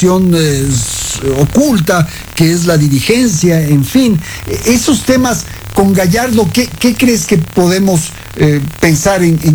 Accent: Ecuador

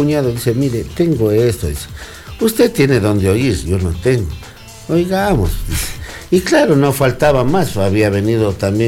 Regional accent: Ecuador

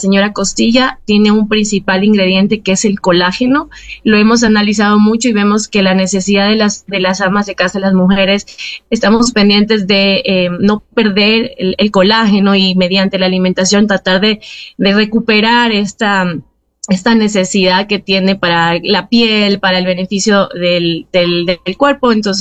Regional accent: Ecuador

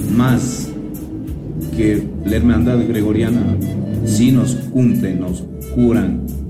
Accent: Cuenca, Azuay, Ecuador; De aquí de Cuenca.

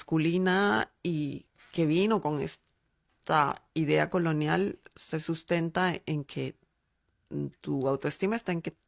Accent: Cusco, Peru; yo no vengo de ninguna provincia, yo vengo del Cusco.

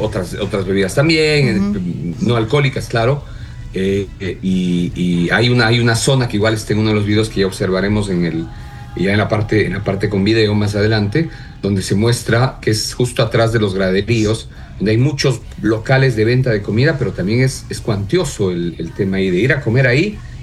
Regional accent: Ecuador; Como somos los ecuatorianos.

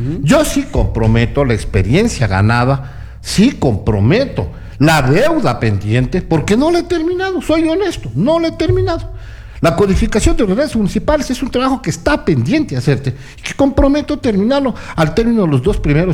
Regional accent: Loja, Ecuador; Yo soy del sur, hermano. Soy sureño, ¿qué le pasa? Como dicen ahora los candidatos, yo soy de Los Molinos

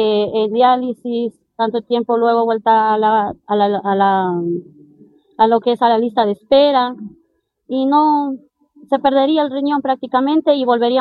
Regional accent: Orellana, Ecuador; yo vengo de la provincia de Orellana, pero mi hijo se hace atender aquí en el Bacortiz, que queda aquí en Quito.

